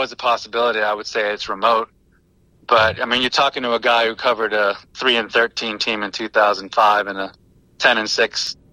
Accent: New England, United States; You know, I grew up in New England, and the team that plays up there had 4 wins 2 seasons ago

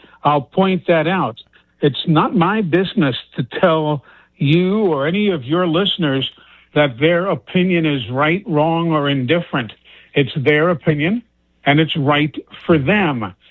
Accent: New York City, New York, United States; moved away; I grew up in New York City, as you know.

